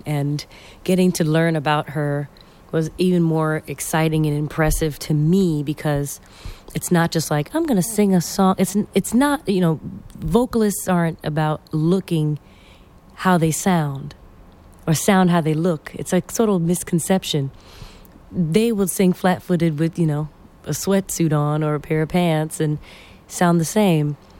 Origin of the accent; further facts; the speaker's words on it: New York, United States; yeah, and I'm from New York as well. Born and raised all over this beautiful state.